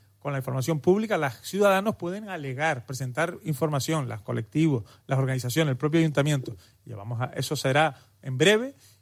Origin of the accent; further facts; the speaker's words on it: Telde, Canary Islands, Spain; vengo de Telde.